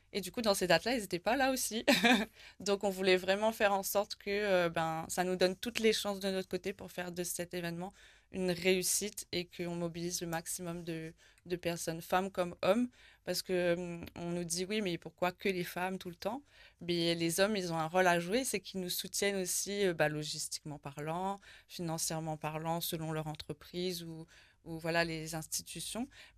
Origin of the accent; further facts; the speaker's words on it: Réunion; also born or lived in Mauritius; Moi, j'ai grandi à La Réunion, j'ai grandi aussi avec Maurice.